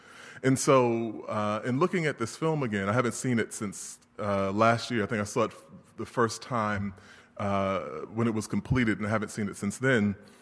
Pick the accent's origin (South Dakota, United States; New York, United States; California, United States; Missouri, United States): New York, United States; New York City; moved away as an adult; also born or lived in Brooklyn; now in Connecticut, United States; Born and raised in Queens, but during graduate school I lived in Brooklyn, so it's kind of a homecoming a little bit, and now I'm in the cold hinterlands of Connecticut.